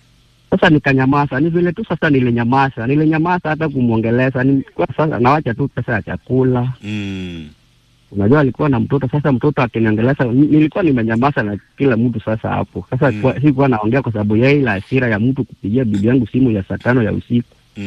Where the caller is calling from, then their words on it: Ahero, Kisumu County, Kenya; tumetoka hapa Ahero